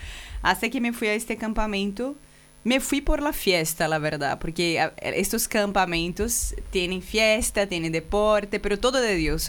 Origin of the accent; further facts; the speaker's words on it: Brasília, Federal District, Brazil; moved away; Soy de Brasilia.